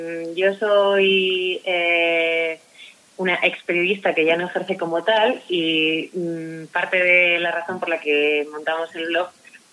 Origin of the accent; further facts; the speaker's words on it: Asturias, Spain; moved away as an adult; also born or lived in Bilbao; now in Madrid, Spain; Soy nacida en Bilbao, criada en Asturias y llevo viviendo en Madrid 12 años, así que ya no sé de dónde soy. Soy un poco de cada sitio.